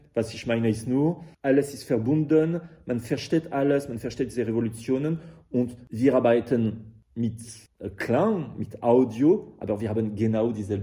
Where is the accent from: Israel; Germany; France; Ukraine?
France; German is a second language; Andererseits im Vergleich mit Deutschland, ich spreche als Franzose.